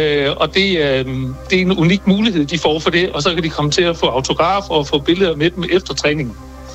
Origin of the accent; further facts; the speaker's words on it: Odense, Region of Southern Denmark, Denmark; og jeg er fra Odense.